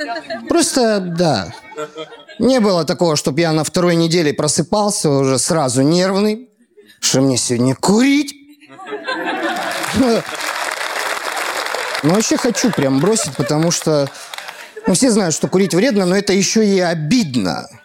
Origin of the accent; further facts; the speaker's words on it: Chelyabinsk, Chelyabinsk Oblast, Russia; я из Челябинска